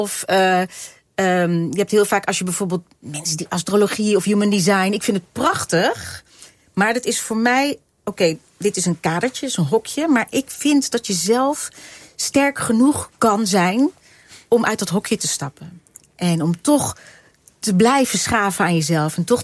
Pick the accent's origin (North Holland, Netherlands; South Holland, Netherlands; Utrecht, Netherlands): South Holland, Netherlands; The Hague; ik kom uit Den Haag en daar zat ik in het rockcircuit.